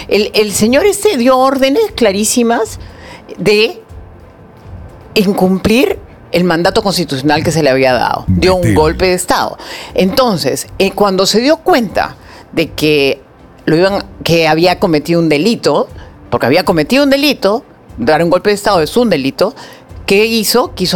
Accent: Peru

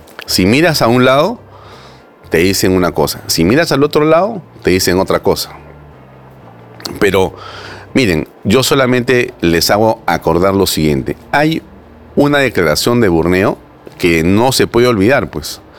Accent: Peru

